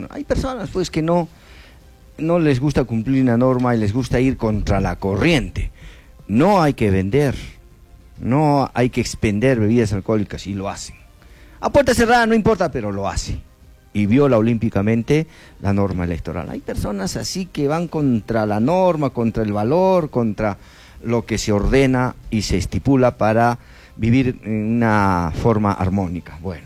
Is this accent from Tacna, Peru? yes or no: no; Arequipa, Peru; del 1.300.000, que somos los arequipeños